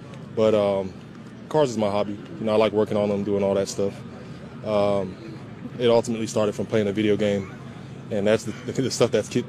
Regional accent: Houston, Texas, United States; You know, my hometown is in Houston. I grew up in Houston.

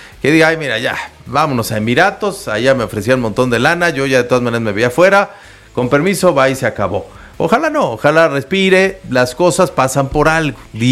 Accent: Tepepan, Mexico City, Mexico; O sea, la Noria, yo vivo por ahí muy cerquita. Está lindo mi pueblo, Tepepan.

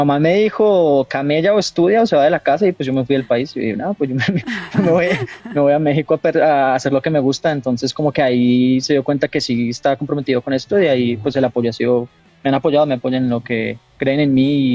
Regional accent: Bogotá, Colombia; Yo soy de Bogotá.

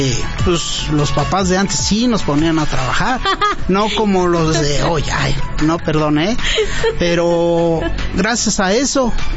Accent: Quiroga, Michoacán, Mexico; now in Morelia, Mexico; Yo soy oriundo de Mero Quiroga, Michoacán.

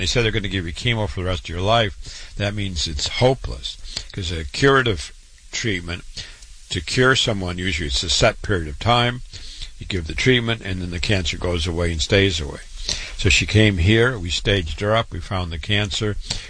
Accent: Waterloo, Iowa, United States; born there; I was born in Waterloo, Iowa, went to medical school

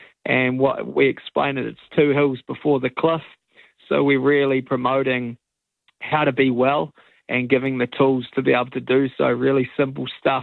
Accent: Hawke's Bay, New Zealand; I'm from Hawke's Bay, East Coast, Aotearoa, and been born and bred here off a sheep and beef farm, and proudly so. Went through Hastings Boys High

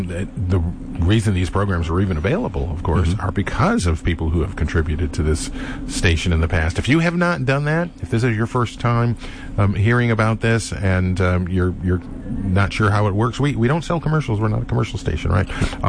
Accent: Cleveland, Ohio, United States; moved away; I grew up in Cleveland, right? And we lived in the suburbs.

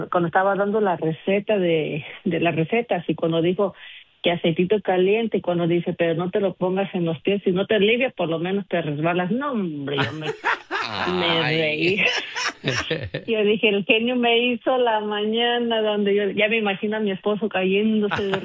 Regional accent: Guanajuato, Mexico

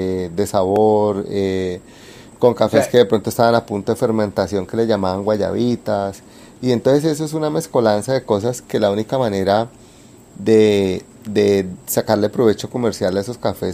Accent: Colombia; nosotros defendemos obviamente porque somos colombianos

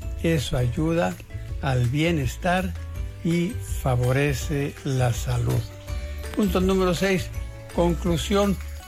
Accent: Guadalajara, Jalisco, Mexico; Aunque por esos entonces, Guadalajara, mi ciudad natal, ya tenía 1 millón de habitantes.

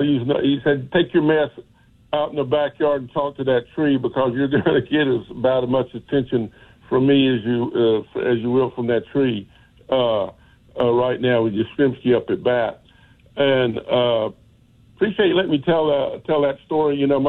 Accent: Gaffney, South Carolina, United States; You know, I'm from Gaffney. I finished Gaffney High School, first 3 years of integration.

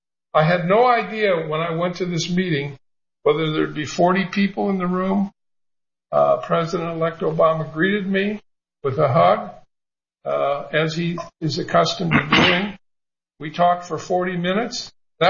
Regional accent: Peoria, Illinois, United States; I'm coming to Peoria, which is my hometown, 140 miles from Chicago.

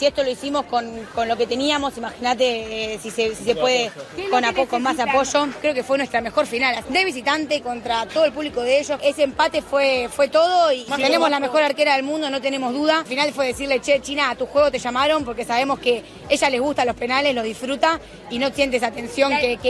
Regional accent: Argentina; Muy emocionada, que sabemos que somos como argentinas, todo cuesta un poquito más

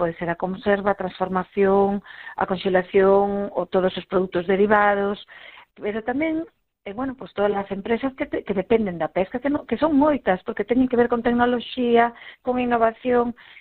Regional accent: Vigo, Galicia, Spain

